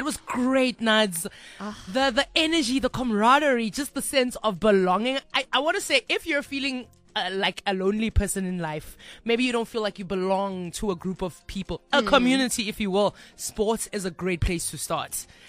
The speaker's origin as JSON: {"language": "English", "town": "Johannesburg", "region": "Gauteng", "country": "South Africa", "tie": "born or raised there", "said": "Soweto brought rugby to our city, my hometown"}